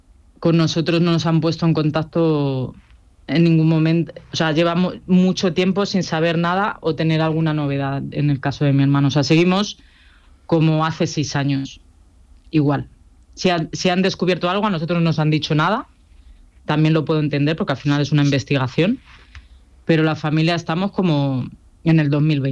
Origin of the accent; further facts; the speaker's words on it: Getafe, Community of Madrid, Spain; nosotros somos de Getafe, nos hemos criado en Getafe.